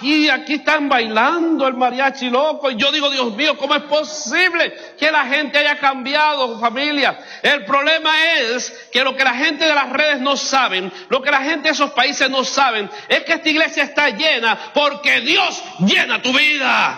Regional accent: Cuba; now in Miami, United States

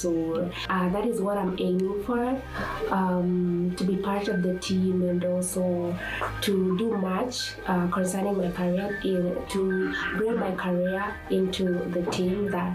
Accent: Kenya; now in Uganda; I'm from Kenya, Africa, and currently I'm in Uganda.

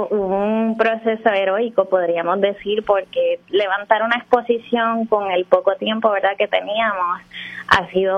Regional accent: Puerto Rico; la cultura y la identidad que nos representa a nosotros como puertorriqueños.

